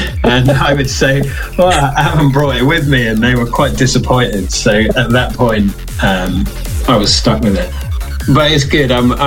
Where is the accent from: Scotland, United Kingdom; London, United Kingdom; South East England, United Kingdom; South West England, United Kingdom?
South West England, United Kingdom; All right, so I'm from like the South Coast. I'm from Devon, so always saw like lobster stuff everywhere.